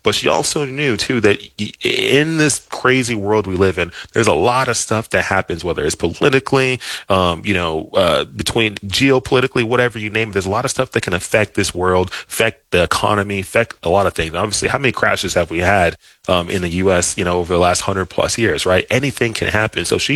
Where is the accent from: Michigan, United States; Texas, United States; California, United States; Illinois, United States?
Texas, United States; Dallas; So anyways, you know, I grew up in Dallas, Texas. Both of my parents immigrated from Nigeria to the U.S.